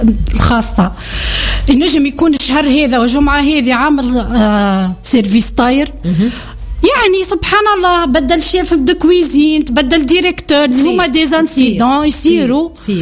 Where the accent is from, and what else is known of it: Tunisia